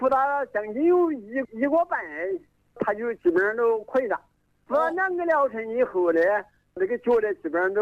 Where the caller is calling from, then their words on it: Zhongxiang, Hubei, China; 我是中乡市南湖六桥山的